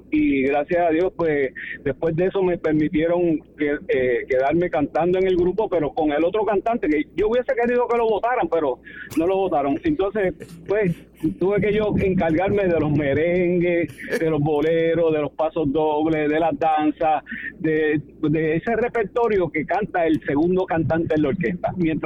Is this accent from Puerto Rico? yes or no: yes; Toa Baja, Puerto Rico; Pero imagínate, un muchachito del pueblo, uh-huh, pues yo me crié en Tua Baja